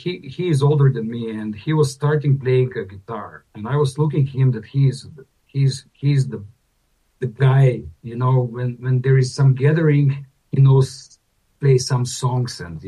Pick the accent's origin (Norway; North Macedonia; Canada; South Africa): North Macedonia; Kumanovo; now in Skopje, North Macedonia; So now I'm currently in Ohrid at the moment, but I'm living in Skopje. And I'm from Kumanovo.